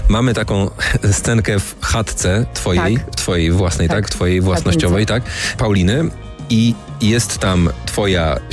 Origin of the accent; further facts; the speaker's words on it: Łódź, Łódź Voivodeship, Poland; Tak, a ja jestem z Łodzi w ogóle.